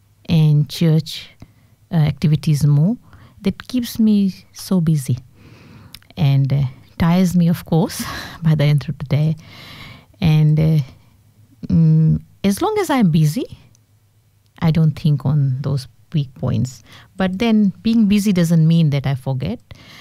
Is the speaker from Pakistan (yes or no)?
no; India; Actually, I'm an Indian.